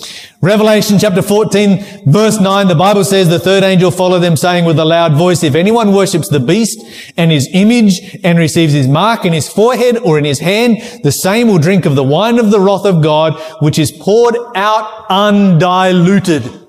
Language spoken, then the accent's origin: English; Glen Huon, Tasmania, Australia; also born or lived in Sandfly; I was a kid growing up in Glen Huon, or it might have been after I moved up to Sandfly. I can't remember which exactly.